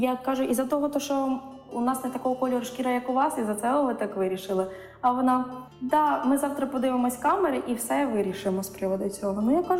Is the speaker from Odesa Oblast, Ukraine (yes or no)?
yes; Liubashivka, Odesa Oblast, Ukraine; born there; Взагалі я народилася в селищі Любашівка. Я росла в багатодітній родині, а нас семеро мами.